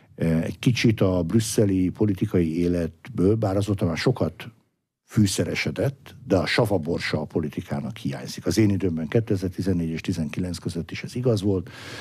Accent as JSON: {"language": "Hungarian", "town": "Veszprém", "region": "Veszprém County", "country": "Hungary", "tie": "born or raised there", "said": "én, amikor visszajöttem, akkor a szülővárosom Veszprém készült arra, hogy Európa kulturális fővárosa legyen"}